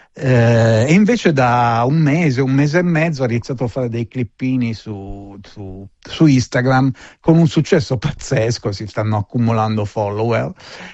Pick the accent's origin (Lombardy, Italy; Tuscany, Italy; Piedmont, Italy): Piedmont, Italy; Balzola; io sono originario di lì, poi tra l'altro il primo che hai citato che è Balzola